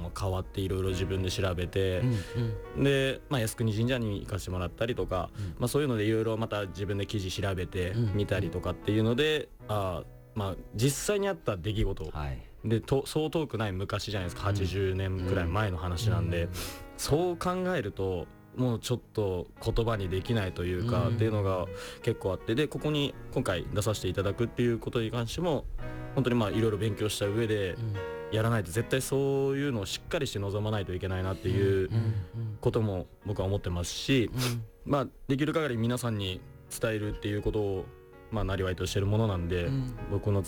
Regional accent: Hiroshima, Japan; 僕も広島県民として、まあ、そこの広島魂は全然あるので、

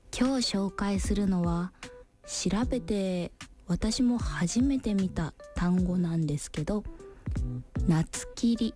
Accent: Yamagata, Japan; now in Tokyo, Japan; 私の地元の山形では

